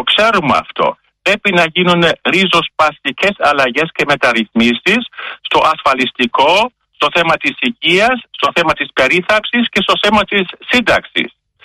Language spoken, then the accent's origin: Greek; Germany; Greek is a second language; now in Greece; που ζω ως Γερμανός εδώ στην Ελλάδα